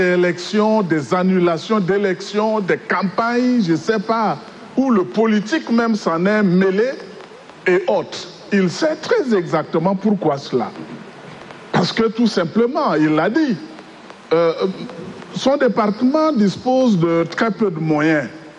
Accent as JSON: {"language": "French", "country": "Chad", "said": "chez nous au Tchad."}